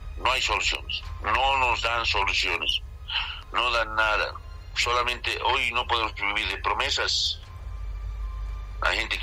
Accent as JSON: {"language": "Spanish", "country": "Bolivia", "said": "Todos somos bolivianos, yo llevo poncho, no lleve, todos estamos en un conjunto de unidad."}